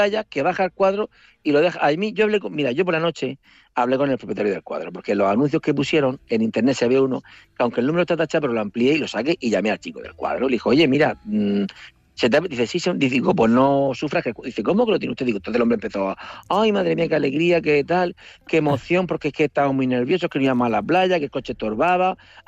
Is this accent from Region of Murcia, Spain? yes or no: yes; Murcia, Region of Murcia, Spain; digo, mire … soy de Murcia y tal